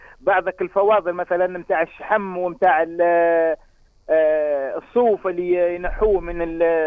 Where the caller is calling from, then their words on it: Kebili Governorate, Tunisia; تلفول من قبلي.